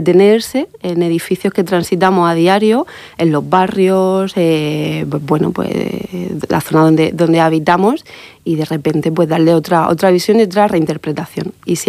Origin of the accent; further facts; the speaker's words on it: Murcia, Region of Murcia, Spain; soy de Murcia, me di cuenta que todos los días que transitaba mi ciudad